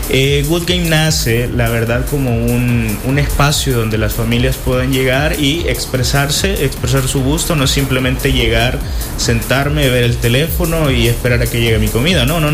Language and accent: Spanish; El Salvador